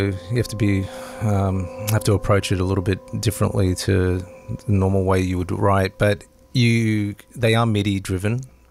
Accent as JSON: {"language": "English", "town": "Sydney", "region": "New South Wales", "country": "Australia", "tie": "born or raised there", "said": "I grew up in Sydney watching The Next since I was very young."}